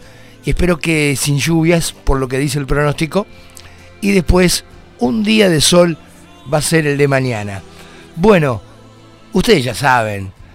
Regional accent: Argentina; Pero bueno, ustedes saben cómo somos todos los argentinos. Los argentinos somos...

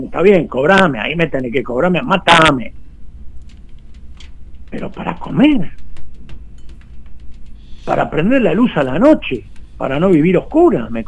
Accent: Argentina

